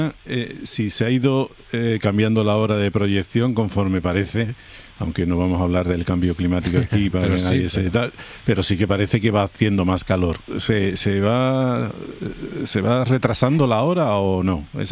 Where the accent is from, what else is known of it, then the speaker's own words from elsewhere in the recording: Seville, Andalusia, Spain; De hecho, yo me acuerdo de chico, de pequeño, claro, en Triana